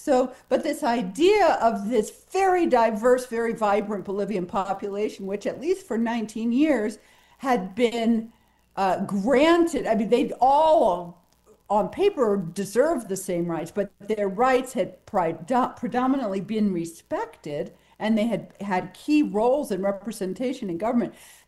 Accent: United States; It was so interesting because I grew up in Washington, and I was at a funeral at Arlington Cemetery on January 6th

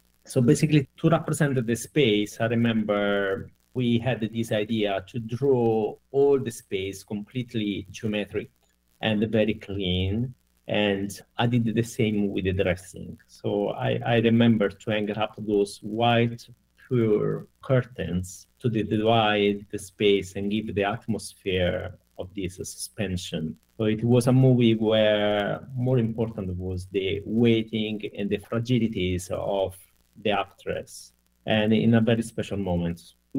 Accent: Italy; So I'm from Italy, a very small village in the north of Rome.

